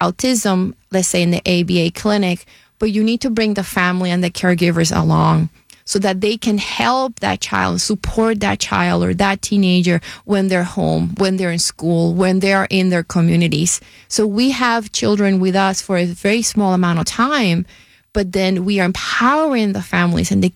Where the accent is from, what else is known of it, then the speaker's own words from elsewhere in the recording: Carolina, Puerto Rico; moved away as an adult; now in Pittsburgh, United States; I actually grew up in the same town where Roberto Clemente family is from.